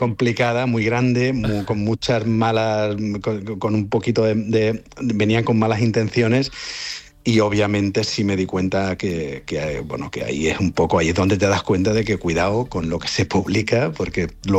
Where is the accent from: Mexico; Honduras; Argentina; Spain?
Spain; porque somos españoles